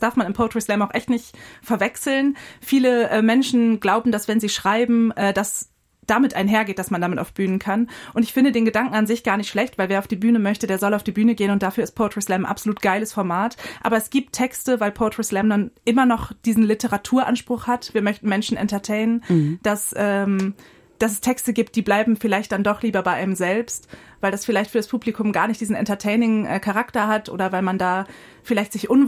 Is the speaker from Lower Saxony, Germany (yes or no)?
yes; Baden, Lower Saxony, Germany; Aber ich bin auf dem Land in Baden groß geworden, also ein Vorort von Achim, zusammen mit meiner Schwester.